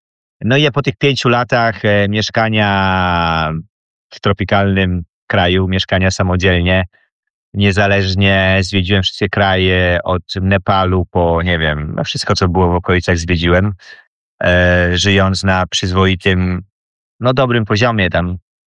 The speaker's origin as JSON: {"language": "Polish", "town": "Pcim", "region": "Lesser Poland", "country": "Poland", "also_born_or_lived": "Thailand", "moved": "as an adult", "said": "Ja jestem z południa, z mojej miejscowości, z Pcimia, z mojego pięknego Pcimia, który znajduje się między Zakopanem a Krakowem."}